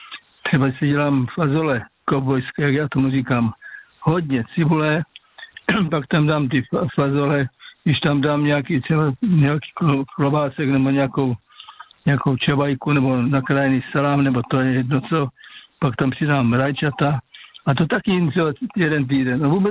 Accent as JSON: {"language": "Czech", "region": "Moravian Slovakia", "country": "Czechia", "said": "já pocházím z Moravskoslovácka, tak to už víte"}